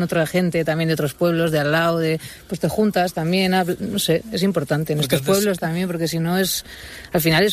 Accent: Pamplona, Navarre, Spain; now in Villanueva, Spain; No, yo soy de Pamplona, pero vivo en Villanueva.

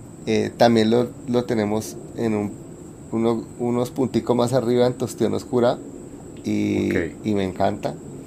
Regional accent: Colombia; nosotros defendemos obviamente porque somos colombianos

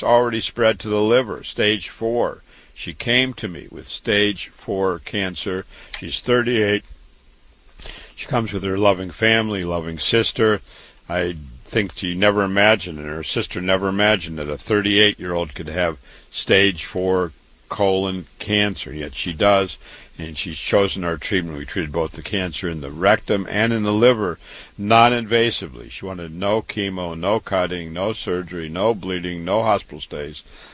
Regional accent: Waterloo, Iowa, United States; born or raised there

